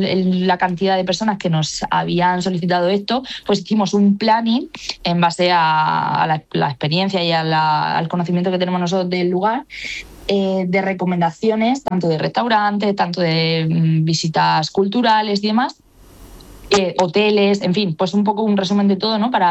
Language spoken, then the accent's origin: Spanish; Region of Murcia, Spain; now in Miami, United States; nosotros venimos de Murcia, que al fin y al cabo también tiene ese clima tan fantástico y buscábamos un poco el refugio del calor